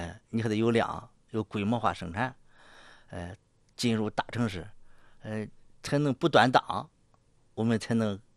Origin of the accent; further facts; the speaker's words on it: Henan, China; 像我们河南人